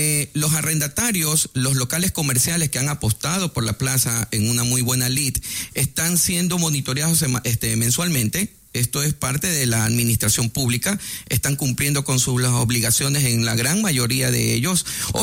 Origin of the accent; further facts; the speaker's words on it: Guayaquil, Guayas, Ecuador; somos los guayaquileños rockeros